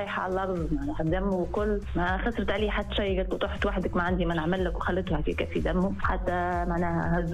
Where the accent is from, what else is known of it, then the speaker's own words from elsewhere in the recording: Algeria; now in Tunisia; أنا مواطنة جزائرية مقيمة بتونس